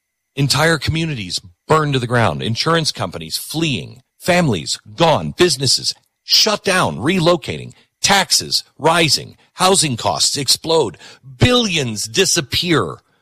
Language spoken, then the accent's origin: English; Mount Vernon, Washington, United States; I grew up in the West Coast. I grew up in, don't hold this against me, I grew up in the Seattle area, Mount Vernon, Washington, a little teeny town north of Seattle.